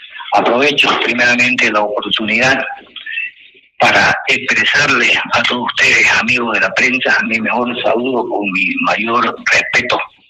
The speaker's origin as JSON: {"language": "Spanish", "region": "Pando", "country": "Bolivia", "tie": "born there", "said": "Soy abogado de profesión, pandino de origen campesino. Yo nací en Cachuelita, allá en Olla del Tahuamano."}